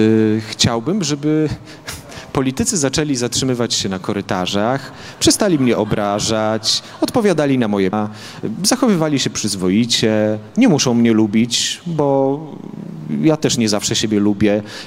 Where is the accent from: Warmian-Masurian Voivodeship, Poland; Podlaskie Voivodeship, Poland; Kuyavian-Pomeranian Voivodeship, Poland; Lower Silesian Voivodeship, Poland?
Podlaskie Voivodeship, Poland; A wie pan, bo jestem z Podlasia, to jak robię spotkania, to wie pan, jak na Podlasiu jest.